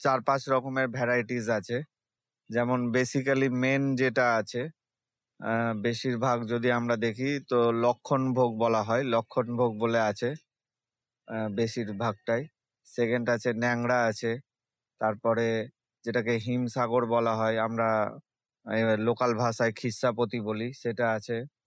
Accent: Malda, West Bengal, India; আমার বাড়ি মালদার সাহাপুর নিত্যানন্দপুর এরিয়াতে।

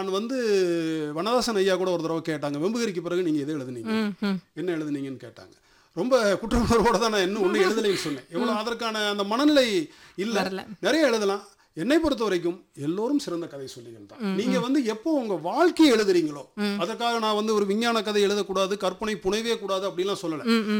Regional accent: Palani, Tamil Nadu, India; also born or lived in Pollachi / Madurai; எனக்கு பழனி தெரியும், நான் என்னுடைய சொந்த ஊர் பழனி, பிறந்து வளர்ந்தது படித்தது எல்லாம்.

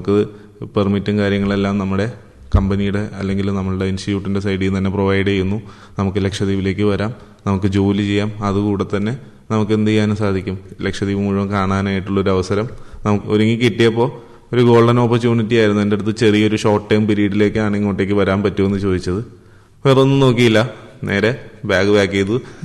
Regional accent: Ernakulam, Kerala, India; ഞാൻ എറണാകുളം സ്വദേശിയാണ്.

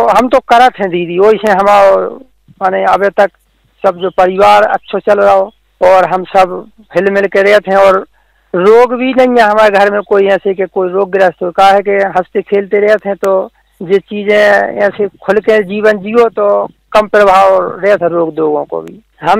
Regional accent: Madhya Pradesh, India; हमारा गांव सागर से है लगभग 35 किलोमीटर के आसपास और जो दक्षिण दिशा में है सागर से लगभग। गांव का नाम है धुरा।

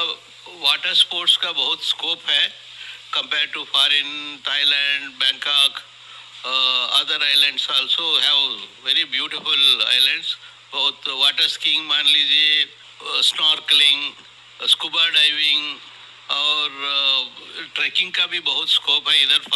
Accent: Bengaluru, Karnataka, India; बेंगलुरु से आया हूँ।

